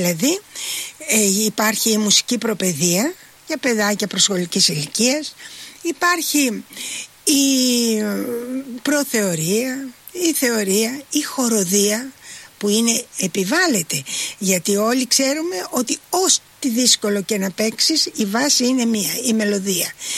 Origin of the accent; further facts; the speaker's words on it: Chalandri, Attica, Greece; moved away; also born or lived in Paris; γεννήθηκα στο Εθνικό Οδείο Χαλανδρίου μέσα, γιατί η μαμά μου, η μητέρα μου το ίδρυσε το 1942 μαζί με τον δάσκαλό της, τον Μανώλη Καλομύρη.